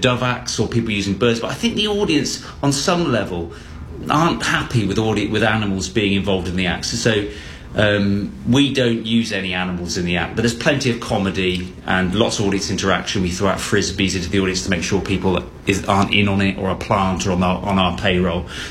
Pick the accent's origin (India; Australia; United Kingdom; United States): United Kingdom